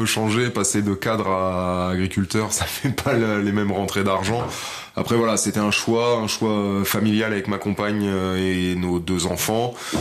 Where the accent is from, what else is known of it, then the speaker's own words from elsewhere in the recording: Sangeville, Centre-Val de Loire, France; also born or lived in Chartres; Depuis que je suis tout petit, je suis né à Chartres et j'ai toujours vécu sur Sangeville. Toute ma jeunesse et mon adolescence.